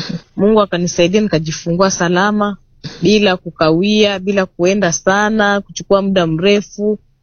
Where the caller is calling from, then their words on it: Garsen, Tana River County, Kenya; Natokea Gariseni, eneo la Tana River, Tana Delta.